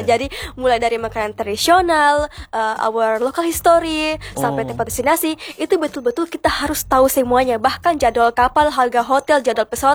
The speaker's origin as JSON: {"language": "Indonesian", "town": "Wangi-Wangi", "region": "Southeast Sulawesi", "country": "Indonesia", "said": "I'm from Wakatobi in Wangi-Wangi Island, exactly."}